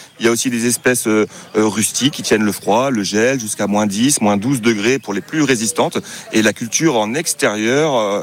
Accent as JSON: {"language": "French", "region": "Pays de la Loire", "country": "France", "tie": "born or raised there", "said": "Moi je suis originaire de Vendée"}